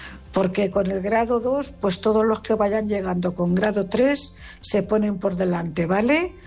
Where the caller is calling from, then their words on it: Cuenca, Castilla-La Mancha, Spain; Buenas noches … corresponsal de Cuenca. A ver, Marcos, paisano, por tus palabras, adivino que somos.